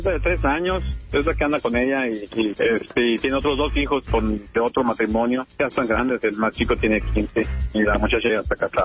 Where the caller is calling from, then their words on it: Mesa, Arizona, United States; Yo vengo acá de Phoenix, cerca de Phoenix, en Mesa